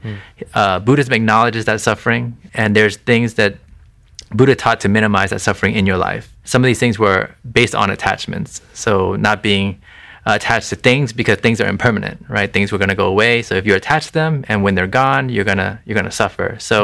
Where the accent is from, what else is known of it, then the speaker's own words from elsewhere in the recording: United States; growing up here, born here and raised here, my parents had emphasized in me at a young age that, you know, to be Thai, even living here in the States, we have to keep our Thai identity, so we have to stay Buddhist.